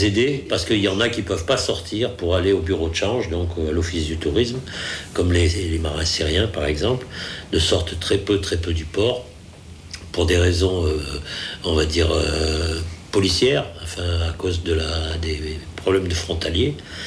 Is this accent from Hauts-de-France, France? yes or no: no; Grenoble, Auvergne-Rhône-Alpes, France; now in Sète, France; je suis montagnard, moi je viens des Alpes. Si, quand j'étais jeune, j'avais fait quelques camps de voile, mais payé par la ville de Grenoble à l'époque, parce que moi je suis grenoblois